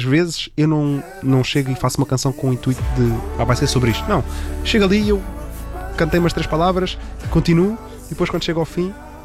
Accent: Lisbon, Portugal; Sou daqui de Lisboa, aqui ao lado.

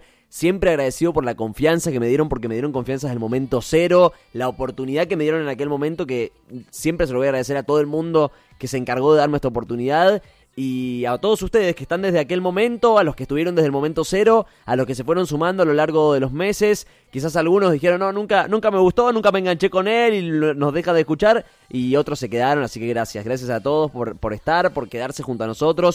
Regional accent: Mendoza, Argentina; el concurso del youtuber mendocino. Y yo, como hacía videos en YouTube, era un niño, chicos, estaba en séptimo grado, o sea, tenía, no sé, 12 años.

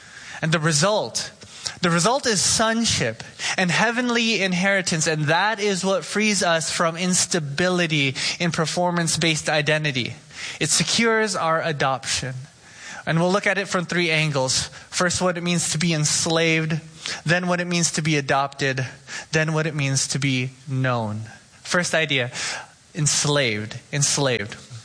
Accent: Oxnard, California, United States; I grew up in Oxnard. I drove a Toyota Matrix and gas was too expensive.

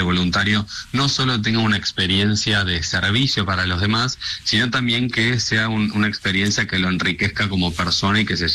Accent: Mar del Plata, Buenos Aires Province, Argentina; en mi caso, que yo soy de Mar del Plata y me anoto para ser voluntario en Buenos Aires

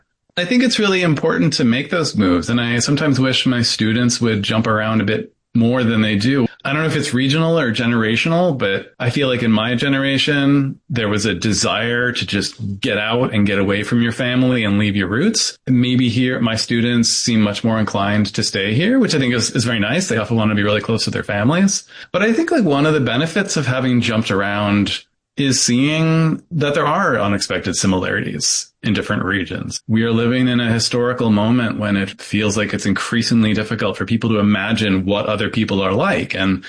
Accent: New York, United States; I tell them I'm from New York, they get this look in their eyes like they know what that means. And I have to say, no, I'm not from that New York.

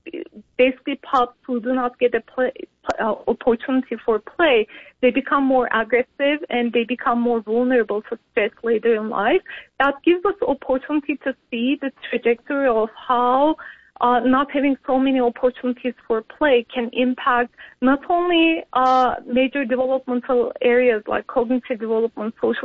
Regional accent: Istanbul, Turkey; now in Canada; I'm originally from Istanbul. I immigrated to Canada.

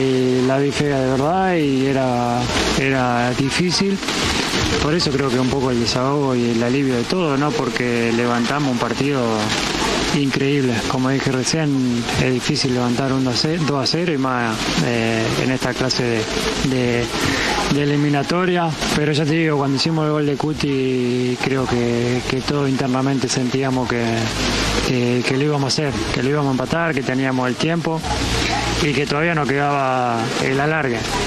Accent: Argentina; demuestra cada día lo que somos como argentinos, el orgullo que nos da.

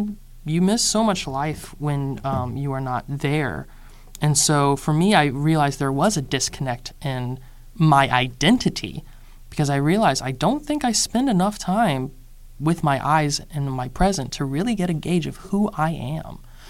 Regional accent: South Carolina, United States; now in New York, United States; South Carolina, and funny enough, I moved back to New York because I have more friends there than in my hometown

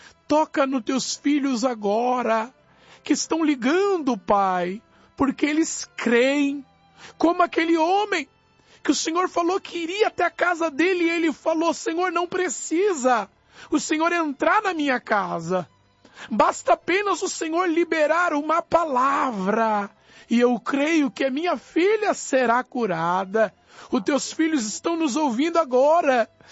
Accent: São Paulo, Brazil; Jardim Campinas, minha terra, hein?

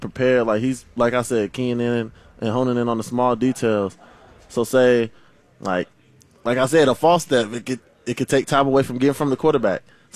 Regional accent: Louisville, Kentucky, United States; Louisville, Kentucky.

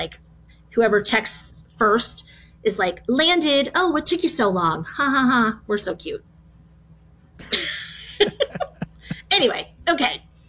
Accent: Long Island, New York, United States; born there; Now, I was born in New York on Long Island.

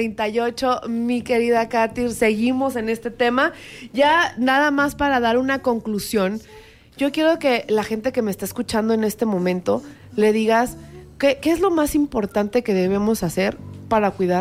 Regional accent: Mexico; Que en este caso pues somos mexicanos

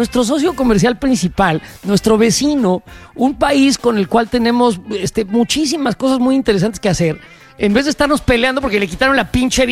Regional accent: Mexico; a mí como mexicano

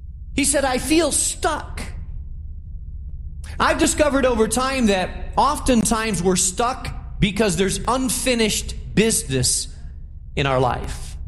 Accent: Chicago, Illinois, United States; I mean, we're from Chicago, so we've all experienced, in the middle of a bad, bad winter, how your car gets stuck in an alley or in a parking space.

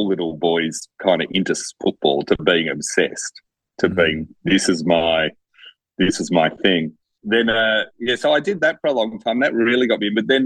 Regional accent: Eltham, Victoria, Australia; I grew up in Eltham originally, and it was, you know, people don't know Eltham. It used to be an artist colony back in the day, but it was really just bush.

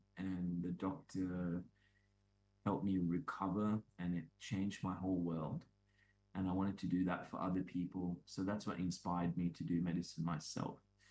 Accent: Sri Lanka; I grew up in Sri Lanka, and my mom caught me once smoking a cigarette butt in the backyard when I was like 5 years old.

